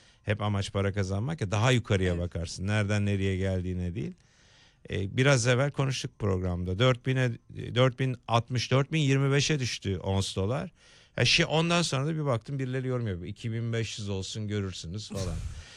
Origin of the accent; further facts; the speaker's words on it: Istanbul, Turkey; born there; Ben bir varoş çocuğuyum, hep bunu söylerim. Zeytinburnu'nda doğdum.